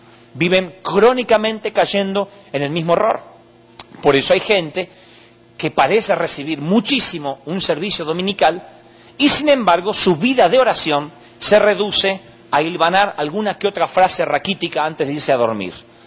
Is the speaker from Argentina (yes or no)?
yes; Argentina; como buenos argentinos, pedantes y orgullosos